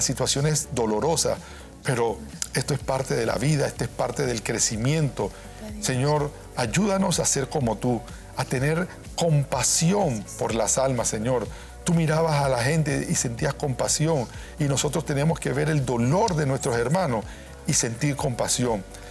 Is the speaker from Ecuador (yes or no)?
no; Panama; Nosotros como panameños